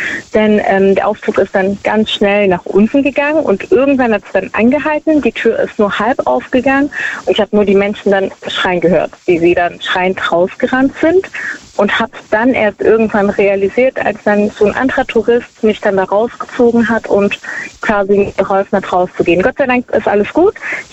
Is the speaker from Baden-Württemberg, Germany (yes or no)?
yes; Baden-Württemberg, Germany; Ich komme aus der Nähe von Stuttgart.